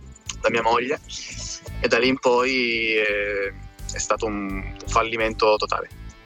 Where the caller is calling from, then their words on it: Milan, Lombardy, Italy; da Milano.